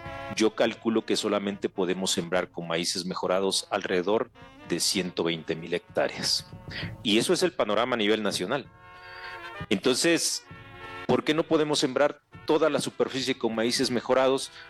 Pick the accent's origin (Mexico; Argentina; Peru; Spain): Mexico